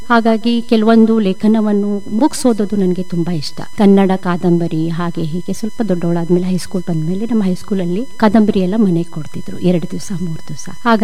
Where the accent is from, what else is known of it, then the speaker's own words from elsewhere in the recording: Belagavi, Karnataka, India; So ನಾನು ಬೆಳೆದಿದ್ದು ಬೆಳಗಾವಿಯಲ್ಲಿ, ಬೆಳಗಾವಿ ಸಿಟಿಯಲ್ಲಿನ ನಾನು ಬೆಳೆದಿದ್ದು, ನನ್ನ ಬಾಲ್ಯೆಲ್ಲ ಅಲ್ಲೇ ಆಗಿದ್ದು.